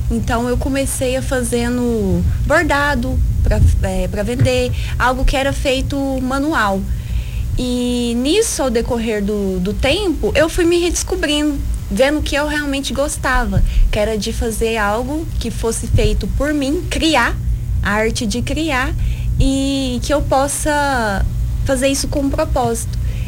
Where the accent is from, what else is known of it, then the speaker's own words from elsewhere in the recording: Tupaciguara, Minas Gerais, Brazil; Nasci aqui. Sou Sim. nascida e criada aqui em Tupaciguara, mas precisei sair em busca de oportunidades.